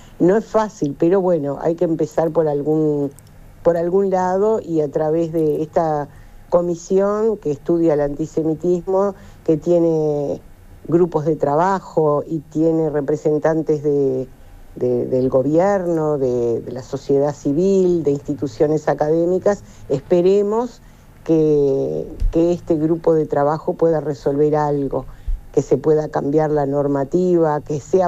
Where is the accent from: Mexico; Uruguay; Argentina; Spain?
Uruguay; born there; yo nací en Uruguay, ¿no? Mi madre patria es Israel y mi patria es Uruguay, son las dos, y ninguna interfiere con la otra.